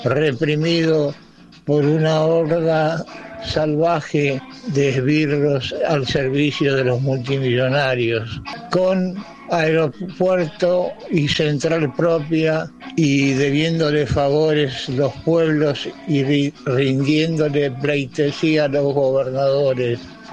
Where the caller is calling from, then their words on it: Lanús, Buenos Aires Province, Argentina; de Chingolo.